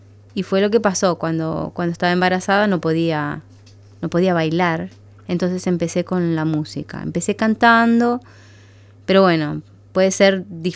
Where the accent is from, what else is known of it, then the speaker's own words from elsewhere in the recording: Comodoro Rivadavia, Chubut, Argentina; moved away as an adult; also born or lived in Buenos Aires; yo empecé el tango tradicional ahí en Comodoro, de donde soy, en la Patagonia, y después de algunos meses me mudé a Buenos Aires